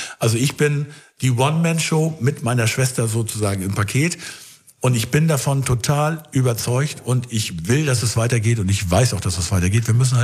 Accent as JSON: {"language": "German", "town": "Schleswig", "region": "Schleswig-Holstein", "country": "Germany", "tie": "born or raised there"}